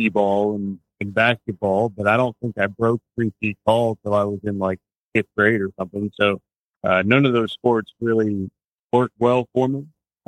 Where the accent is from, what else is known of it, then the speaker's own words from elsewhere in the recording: Pasco County, Florida, United States; So I was born in 1987 in Pasco County, Florida. Matter of fact, between Newport Richie, Holiday, is pretty much where I grew up.